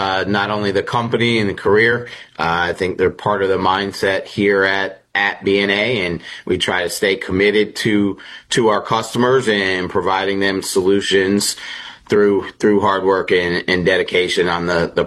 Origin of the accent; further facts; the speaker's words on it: New Haven, Connecticut, United States; I am from New Haven, Connecticut. I have one younger sister and I am the oldest.